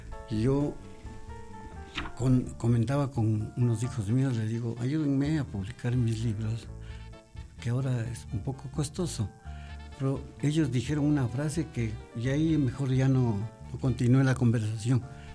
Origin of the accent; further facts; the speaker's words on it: Quito, Pichincha, Ecuador; nací y viví en San Marcos.